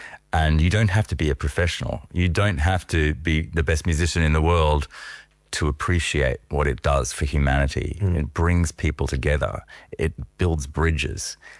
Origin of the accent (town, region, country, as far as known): Australia